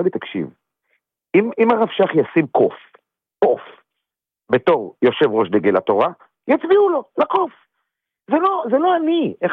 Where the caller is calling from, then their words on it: Central Israel, Israel; אני מהמרכז